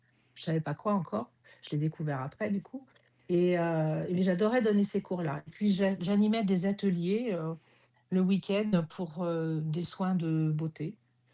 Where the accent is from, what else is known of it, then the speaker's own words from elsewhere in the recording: Orléans, Centre-Val de Loire, France; born there; La Charité-sur-Loire, c'est une petite ville. Hein. Et puis, j'ai toujours d'ailleurs un frère. À 10 ans, on déménage de cette petite ville pour venir sur Orléans. Et Orléans, c'est une très grande ville par rapport à la Charité-sur-Loire. Et donc, tu vois, je suis arrivée à 10 ans et je n'en suis jamais repartie.